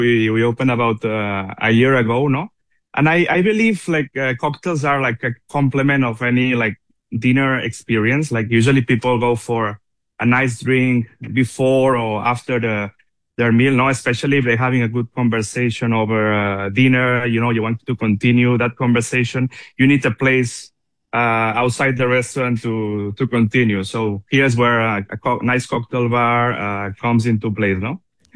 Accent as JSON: {"language": "English", "country": "Spain", "tie": "born or raised there", "said": "Of course, I grew up in Spain."}